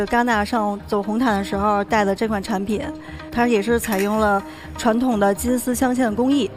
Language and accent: Chinese; Beijing, China; 我是北京姑娘。